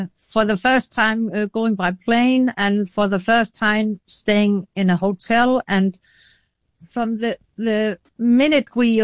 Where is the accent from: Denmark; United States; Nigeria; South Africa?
Denmark; We come from Denmark and maybe when we played a match, home, there were 50 people looking.